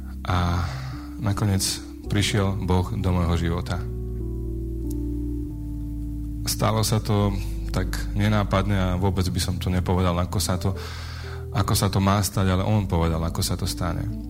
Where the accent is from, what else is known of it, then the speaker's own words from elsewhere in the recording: Košice, Košice Region, Slovakia; Narodil som sa v Košiciach. Bývam v okolí Košic, v Bidovciach.